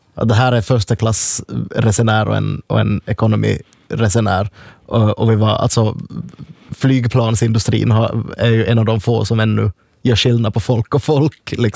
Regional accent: Ostrobothnia, Finland; Jag är från Nykave, det var höjden på fröjden att få till Vasa och simma på Tropiklandia och få till Rax efteråt.

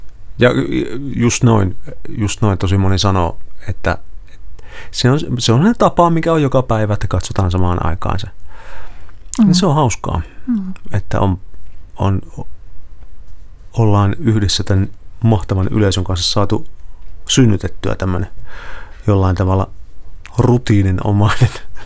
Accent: Pieksämäki, South Savo, Finland; kun mä oon Pieksämäältä kotoisin ja Pieksämäellä oli paikallisradio.

